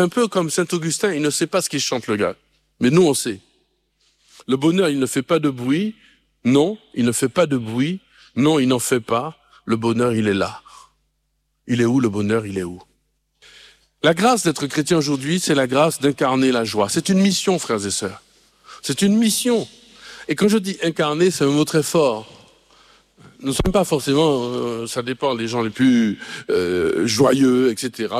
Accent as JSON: {"language": "French", "country": "Martinique", "said": "Moi, je suis de Martinique, je connais pas ce genre de choses."}